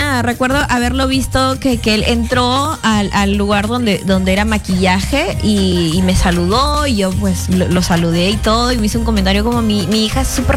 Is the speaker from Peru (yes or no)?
yes; Lima, Peru; Yo soy de Lima, pero mis padres son de Ayacucho